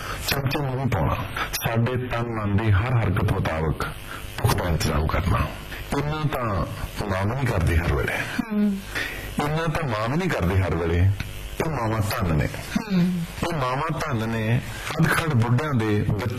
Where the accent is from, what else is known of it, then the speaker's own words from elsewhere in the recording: Punjab, India; ਜਿਸ ਟਾਈਮ ਦੇ ਵਿੱਚ ਮੇਰਾ ਬਚਪਨ ਆ, ਉਦੋਂ ਪੰਜਾਬ ਦੇ ਵਿੱਚ ਕੋਈ ਐਂਟਰਟੇਨਮੈਂਟ ਸੀ, ਉਦੋਂ ਫੈਮਿਲੀਜ਼ ਵੱਡੀਆਂ ਹੁੰਦੀਆਂ ਸਾਰੀਆਂ। ਮੈਂ ਪਹਿਲਾ ਬੱਚਾ ਵਾਂ ਮਾਂ ਬਾਪ ਦਾ